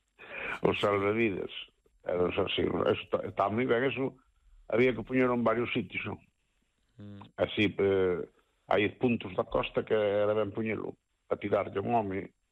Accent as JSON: {"language": "Galician", "region": "Galicia", "country": "Spain", "tie": "born there", "said": "eu estaba nos cas vacas ali na costa donde eu nacín, e viño, eu nacín no Concello del Pique"}